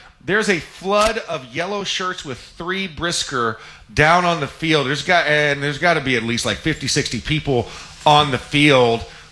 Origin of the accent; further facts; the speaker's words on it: Florida, United States; I'm from Florida. I went to University of Florida. Florida State was another school that I looked at.